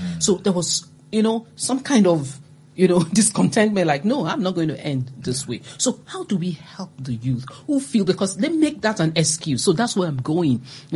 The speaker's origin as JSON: {"language": "English", "town": "Mushin", "region": "Lagos", "country": "Nigeria", "tie": "born or raised there", "said": "I mean, I grew up in Mushin in Lagos."}